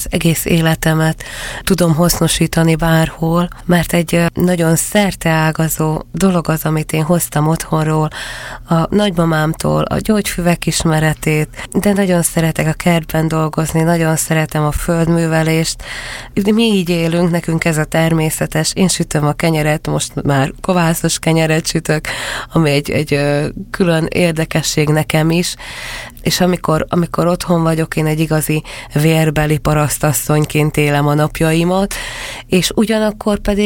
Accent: Berehove, Zakarpattia Oblast, Ukraine; moved away as an adult; now in Hungary; Most már nyugodt szívvel tudom azt mondani, hogy Beregszász örökké az én drága szülőföldem lesz.

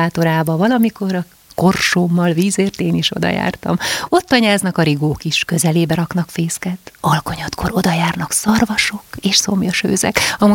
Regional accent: Harghita, Romania; csak azért, mert egy pici faluból származom, nem egy ilyen metropoliszból, idézőjelben persze, mint Székely Keresztúr

